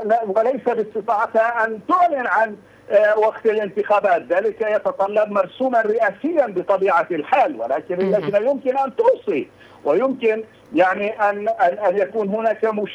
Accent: Palestine

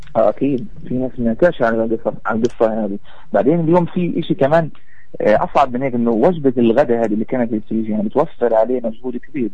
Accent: Palestine; لا أنا فلسطيني.

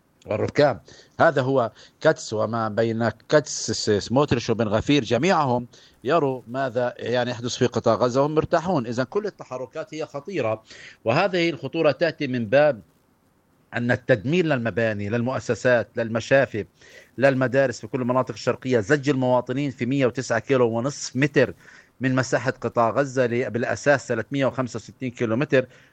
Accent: Palestine; وجودنا كفلسطينيين

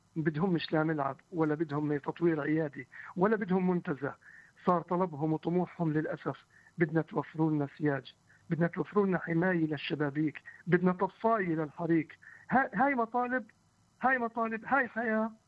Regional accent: Qusra, West Bank, Palestine; بطلب من وزارة الخارجية عندنا في فلسطين

